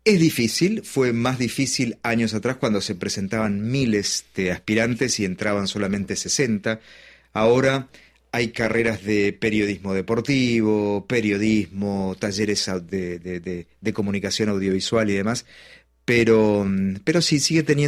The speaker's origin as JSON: {"language": "Spanish", "town": "Mar del Plata", "region": "Buenos Aires Province", "country": "Argentina", "tie": "born or raised there", "said": "Bueno, en Mar del Plata, en mi ciudad natal, escuchaba mi familia, escuchaba mucho la radio AM, Onda Media, ¿no?"}